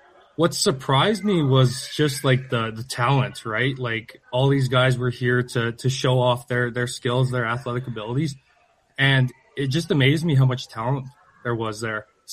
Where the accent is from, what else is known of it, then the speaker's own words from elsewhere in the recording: Grande Prairie, Alberta, Canada; I'm originally from Grand Prairie.